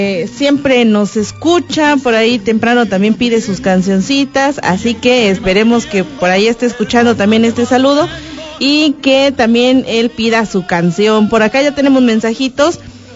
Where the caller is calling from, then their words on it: Amatenango, Chiapas, Mexico; de Guadalupe Victoria, municipio de Amatenango.